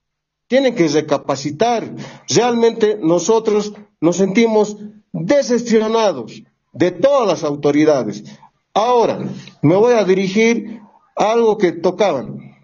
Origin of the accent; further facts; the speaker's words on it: Bolivia; nosotros nos sentimos decepcionados como bolivianos y bolivianas